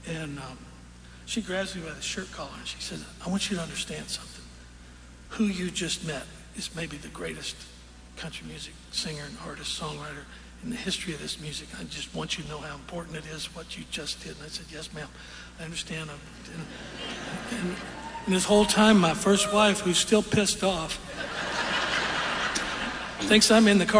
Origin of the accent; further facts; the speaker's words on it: Oklahoma City, Oklahoma, United States; I'm from Oklahoma City, where I grew up